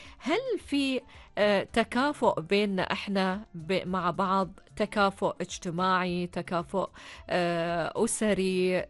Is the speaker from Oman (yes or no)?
yes; Oman; عندنا في عمان